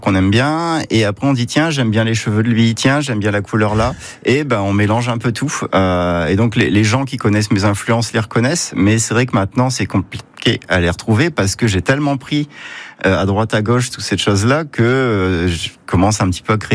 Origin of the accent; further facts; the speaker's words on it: France; Déjà je suis français, donc j'ai aussi l'influence de la BD franco-belge que je lisais enfant